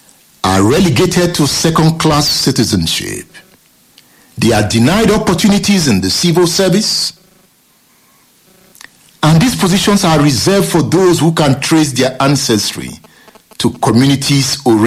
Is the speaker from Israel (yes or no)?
no; Benin City, Edo, Nigeria; Shino was born in Benin like me. We grew up, we enjoyed Benin.